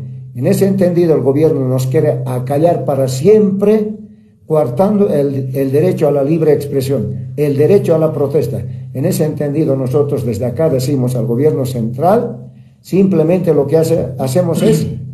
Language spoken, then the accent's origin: Spanish; Bolivia; Nosotros también somos bolivianos